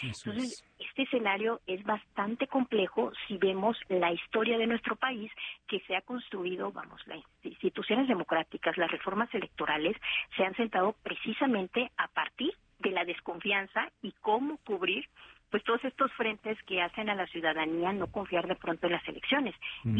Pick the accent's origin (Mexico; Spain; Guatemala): Mexico; nosotros como mexicanos